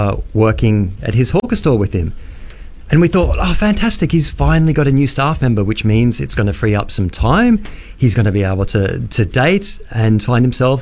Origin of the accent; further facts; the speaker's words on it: Australia; I could never write this book about my home country, Australia